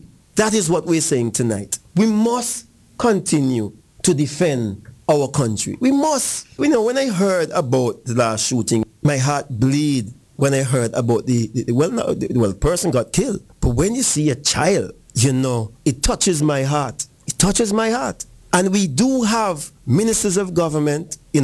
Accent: Antigua & Barbuda; We as people of Antigua and Barbuda

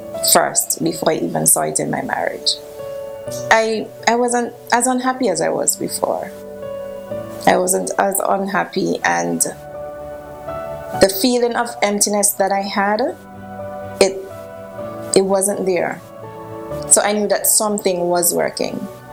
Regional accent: Antigua & Barbuda; I am from Antigua and Barbuda.

